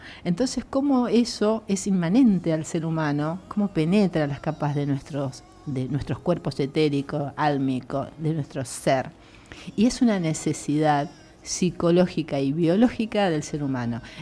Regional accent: Argentina; Me siento más argentina que nunca.

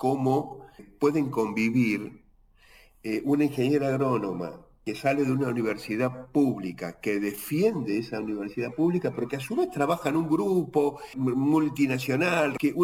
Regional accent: Argentina

